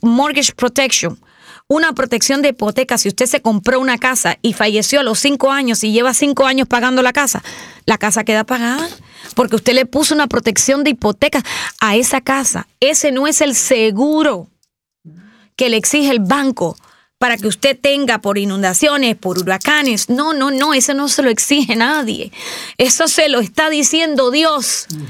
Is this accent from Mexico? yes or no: no; Cuba; moved away; los niños de Cuba